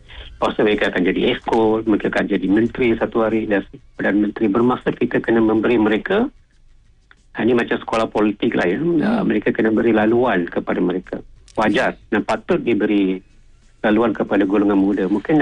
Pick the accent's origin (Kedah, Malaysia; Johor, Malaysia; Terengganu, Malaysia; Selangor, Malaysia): Johor, Malaysia; Kluang; Macam tidak jauh daripada kampung saya di Keluang, jiran. Saya orang Keluang kan.